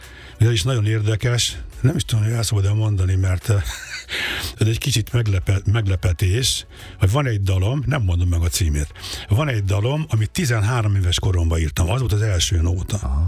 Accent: Budapest, Hungary; én a Népstadion mellett nőttem fel a Stefánián.

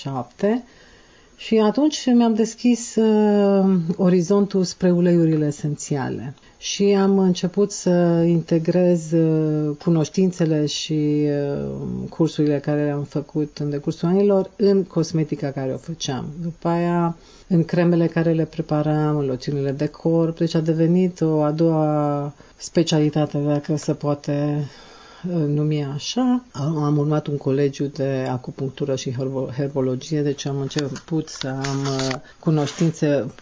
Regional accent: Romania; moved away as an adult; also born or lived in Bucharest; now in Canada; Am plecat din România în 84. Eu am terminat cosmetica la București și am fost fascinată de plante toată copilăria mea

